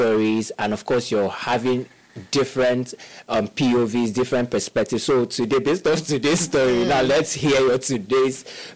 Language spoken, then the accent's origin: English; Nigeria